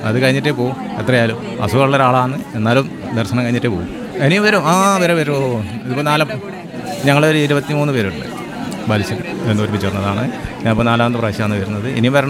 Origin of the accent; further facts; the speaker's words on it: Balussery, Kerala, India; ഞാൻ കോഴിക്കോട് നന്മണ്ട ബാലുശ്ശേരിയിൽ നിന്നാണ് വരുന്നത്.